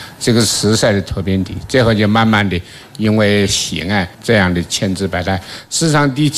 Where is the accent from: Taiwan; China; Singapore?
China